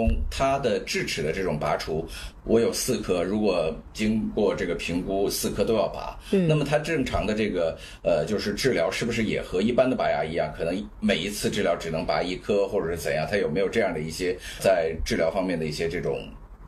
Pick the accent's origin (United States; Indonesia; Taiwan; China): China; 我们中国人对于口腔的这个认知